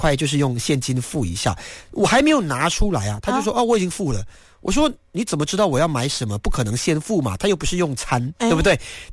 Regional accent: Malaysia; 那我是在马来西亚，我目前是第三代的华人

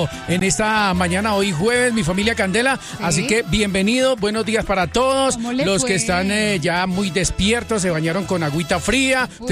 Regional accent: Colombia

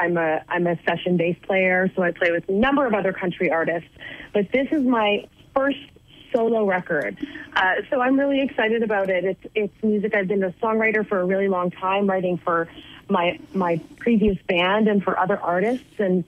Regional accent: Calgary, Alberta, Canada; Yeah, so I'm from Calgary. I do now split my time between Calgary and Nashville.

